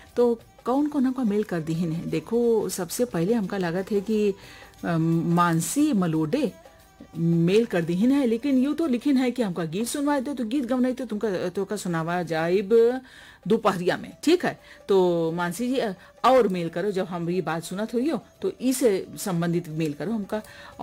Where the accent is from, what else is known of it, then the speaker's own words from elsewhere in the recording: Barabanki, Uttar Pradesh, India; कटरा बारामंकी का रहने वाला हूँ